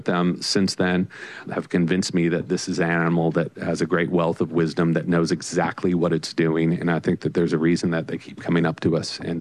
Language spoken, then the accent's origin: English; California, United States; I've never seen a dolphin in LA in my whole life. And I grew up in Orange County.